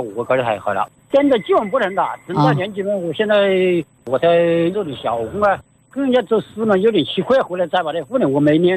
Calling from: Tianmen, Hubei, China; 我是黄山天门的。

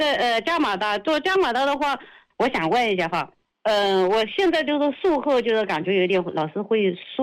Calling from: Hangzhou, Zhejiang, China; 我是杭州这边。

